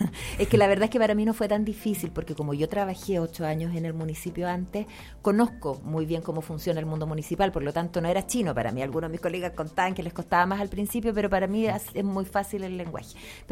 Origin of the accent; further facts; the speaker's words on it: Curicó, Maule, Chile; yo soy nacida y criada en Curicó